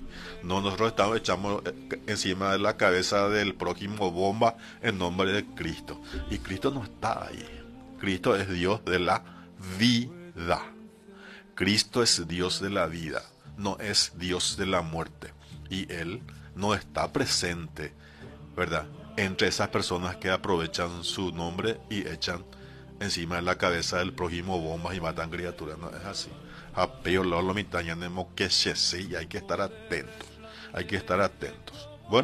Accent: Paraguay

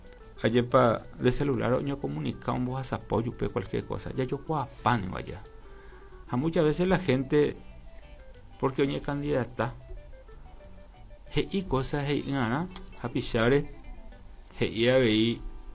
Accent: Carapeguá, Paraguarí, Paraguay; somos carapegüeños, somos del departamento, somos paraguayo y paraguaya

